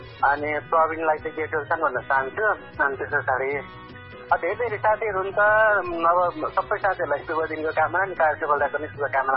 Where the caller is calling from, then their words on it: Kathmandu, Bagmati, Nepal; बोलेको काठमाडौँबाट।